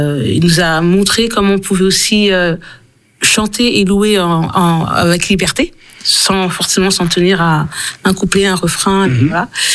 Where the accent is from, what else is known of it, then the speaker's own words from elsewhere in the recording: Haiti; Alors moi je suis haïtienne